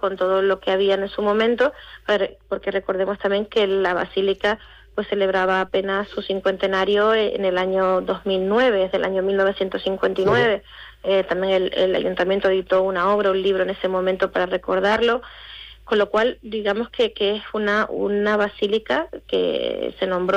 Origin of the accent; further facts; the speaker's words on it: Canary Islands, Spain; recuerde siempre de dónde venimos, y eso nos permite también seguir construyendo la identidad que como pueblo canario también nos visibiliza y nos identifica y nos une